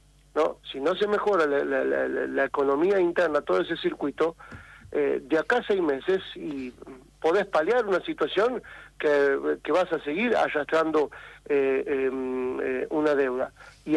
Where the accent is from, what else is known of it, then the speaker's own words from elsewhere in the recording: La Rioja, Argentina; porque no tenemos los riojanos, hablo como riojano, digamos